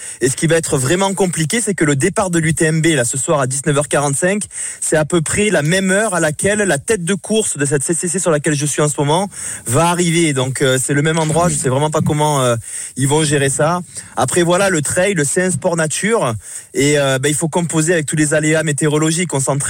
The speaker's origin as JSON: {"language": "French", "town": "Cavaillon", "region": "Provence-Alpes-Côte d'Azur", "country": "France", "tie": "born or raised there"}